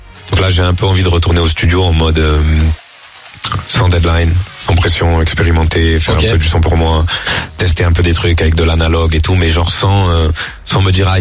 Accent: Marseille, Provence-Alpes-Côte d'Azur, France; quand on était petits à Marseille

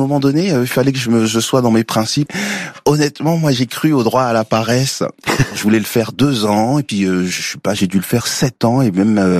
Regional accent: Villeneuve-Saint-Georges, Île-de-France, France; je suis à Villeneuve-Saint-Georges, plus grande gare de triage du monde.

